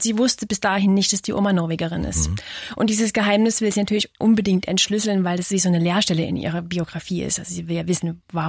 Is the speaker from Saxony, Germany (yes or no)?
yes; Dresden, Saxony, Germany; ich bin ja Dresdnerin, habe meine Großeltern viel über den Krieg ausgefragt